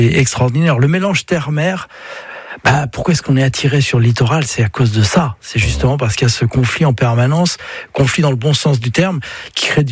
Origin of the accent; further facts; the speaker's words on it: Brittany, France; ben je suis breton et puis je le ressens profondément.